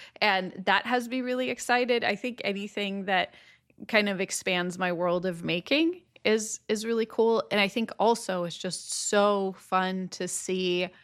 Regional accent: Stockholm, Stockholm County, Sweden; English is a second language; I am from Stockholm, Sweden, and my job is that I am an inventor and YouTuber.

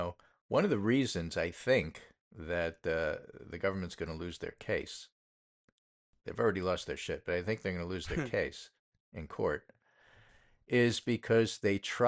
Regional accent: New York, United States; see if we speak about it because we're from New York.

